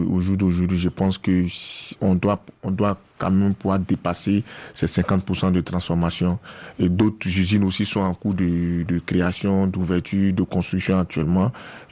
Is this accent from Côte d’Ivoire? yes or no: yes; Côte d’Ivoire; Bon, peut-être que vous allez dire parce que je suis ivoirien.